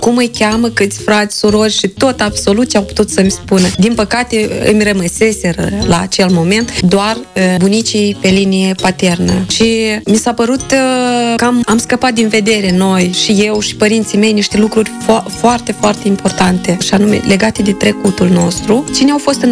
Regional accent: Ciciuleni, Fălești District, Moldova

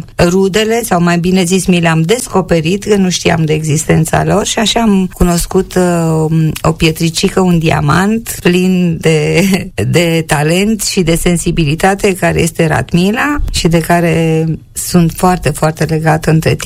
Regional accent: Bucharest, Romania; born there; Eu m-am născut lângă București în 1946, deci sunt sudistă, cum spun eu, așa, dar în caracter nu, să știți, mă consider și eu absolut basarabeancă

